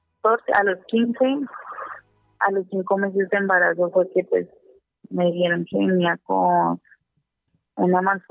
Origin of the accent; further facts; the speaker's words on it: Mariquita, Tolima, Colombia; born there; Yo nací aquí en Mariquita, Tolima, tengo 24 años.